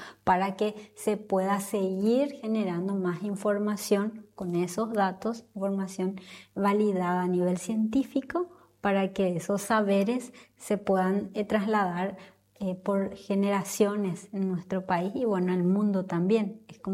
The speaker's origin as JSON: {"language": "Spanish", "country": "Paraguay"}